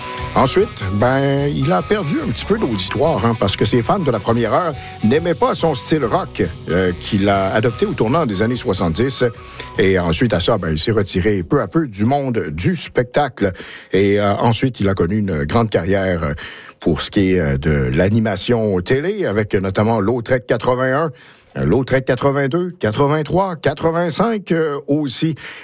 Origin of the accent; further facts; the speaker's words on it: Quebec, Canada; il vient de mon coin de pays, d'ailleurs, il vient de Jonquière